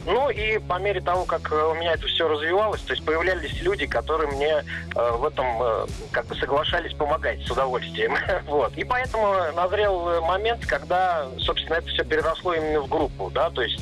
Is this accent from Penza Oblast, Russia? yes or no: yes; Penza, Penza Oblast, Russia; moved away as an adult; also born or lived in Moscow; Изначально я уроженец города Пензы. Ну и жил, скажем, до 22 лет в этом славном, замечательном городе.